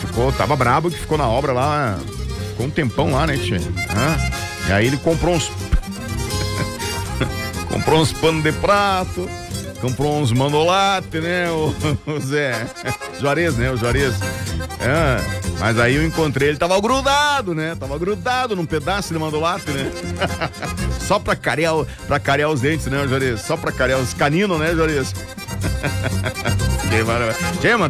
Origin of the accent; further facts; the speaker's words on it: Pelotas, Rio Grande do Sul, Brazil; moved away; Sou cria lá de Pelotas, lá, né? No Rio Grande do Sul.